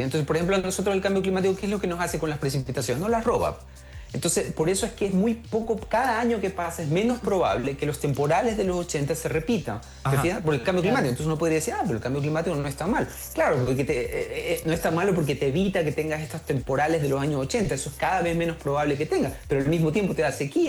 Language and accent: Spanish; Guayaquil, Guayas, Ecuador; moved away as an adult; now in Chile; yo soy de Guayaquil, de Ecuador. Cuando yo vivía ahí hace largo 25 años